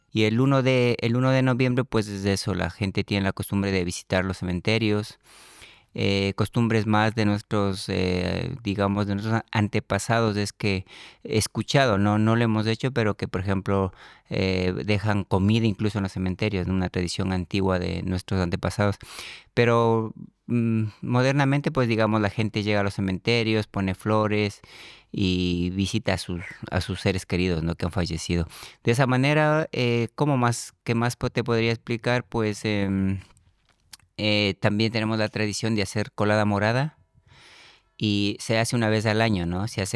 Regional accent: Ecuador; vengo de Ecuador.

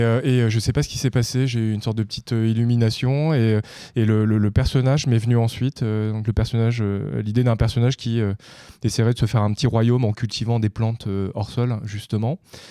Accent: France; moved away as an adult; now in Montreal, Canada; je suis français d'origine coréenne, j'ai émigré au Québec il y a une dizaine d'années.

